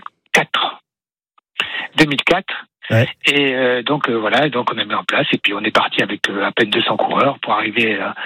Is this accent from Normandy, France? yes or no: yes; Normandy, France; je suis de Saint-Vin